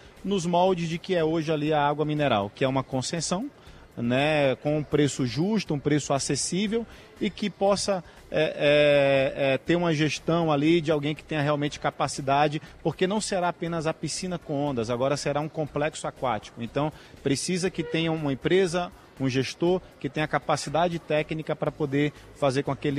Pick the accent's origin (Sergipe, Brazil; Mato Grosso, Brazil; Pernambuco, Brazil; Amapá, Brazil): Sergipe, Brazil; now in Brasília, Brazil; Eu sou sergipano.